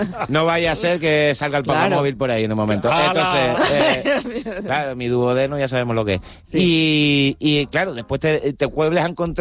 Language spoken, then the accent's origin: Spanish; Canary Islands, Spain; Es que yo ya soy canario todos los días.